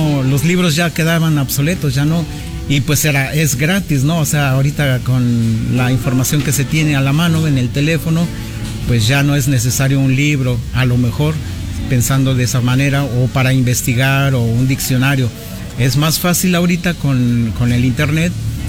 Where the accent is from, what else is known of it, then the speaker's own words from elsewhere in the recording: Nezahualcóyotl, State of Mexico, Mexico; moved away as an adult; now in San Bartolo Tutotepec, Mexico; Yo soy del Estado de México, de Ciudad Nezahualcóyotl. Yo llegué aquí a San Bartolo en 1990. Aquí llegué soltero.